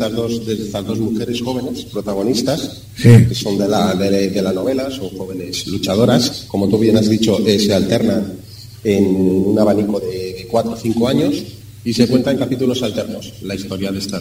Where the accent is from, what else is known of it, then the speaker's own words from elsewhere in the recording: Rentería, Basque Country, Spain; moved away as an adult; now in Barcelona, Spain; Muchos años, y lamentablemente viví la época más dura de ETA, hasta que me vine aquí a Barcelona a trabajar por motivos de trabajo. Yo he estado viviendo en el País Vasco con ETA funcionando, lamentablemente, ¿no?